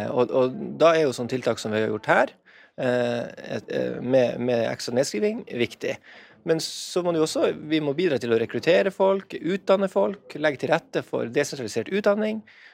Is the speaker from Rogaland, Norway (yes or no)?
no; Kjøllefjord, Finnmark, Norway; Og jeg ser jo det både hjemme i Kjøllefjord, her i Nordkap, i Alta